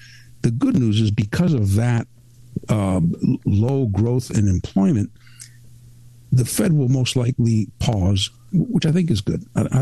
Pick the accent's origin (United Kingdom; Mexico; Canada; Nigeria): Mexico; also born or lived in Cuba / United States; I was born in Cuba. We left after the revolution, came to the U.S., became U.S. citizens, and then we moved to Mexico. And that's where I went to school, junior high school, high school.